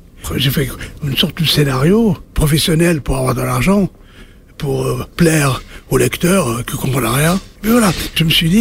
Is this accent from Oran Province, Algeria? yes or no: no; Algiers, Algiers Province, Algeria; Je suis né à Alger, dans la banlieue, pas loin de Belcourt, en 1948.